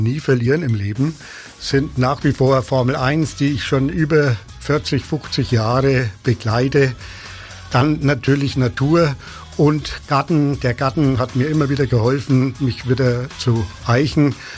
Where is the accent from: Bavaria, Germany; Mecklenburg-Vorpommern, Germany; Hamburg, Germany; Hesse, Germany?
Bavaria, Germany; Gefrees; Ich komme aus Gefrees, bin verheiratet mit der Ecke, habe 2 Kinder und 2 Enkelkinder.